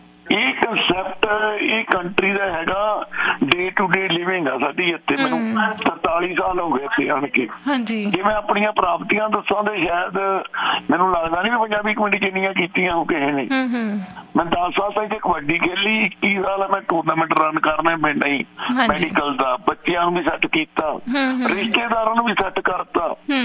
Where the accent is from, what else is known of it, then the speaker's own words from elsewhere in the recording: Punjab, India; ਤੇ ਸਾਡੇ ਲੋਕਾਂ ਕੋਲ ਗਰੀਡ ਬਹੁਤ ਆ, ਪੰਜਾਬੀ ਲੋਕਾਂ ਚ ਲਾਲਚ ਬਹੁਤ ਆ।